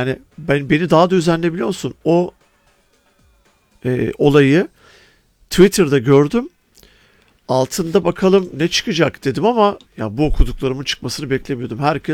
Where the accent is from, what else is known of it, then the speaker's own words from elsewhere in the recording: Ankara, Turkey; Mesela ben Ankaralıyım.